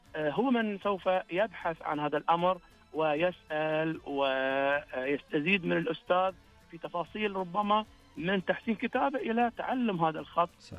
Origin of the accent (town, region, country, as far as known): Saudi Arabia